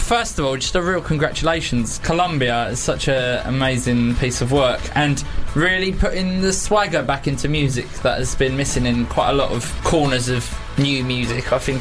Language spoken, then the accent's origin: English; Bexleyheath, London, United Kingdom; Bexley Heath! Bro, you got to represent where you're from.